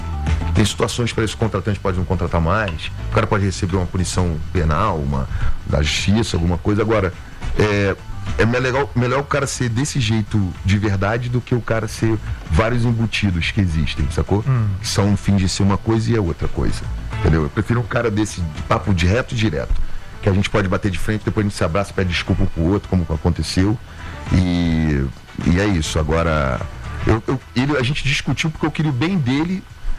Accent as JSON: {"language": "Portuguese", "region": "Rio de Janeiro", "country": "Brazil", "said": "sou carioca"}